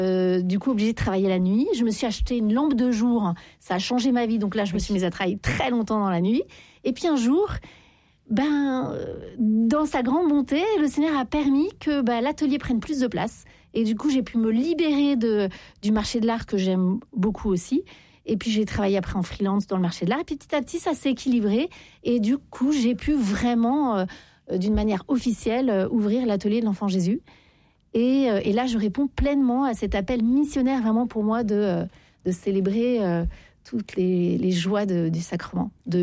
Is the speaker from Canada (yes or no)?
no; Paris, Île-de-France, France; moi je suis parisienne, on râle beaucoup, les gens sont pas sympas, parfois dans le métro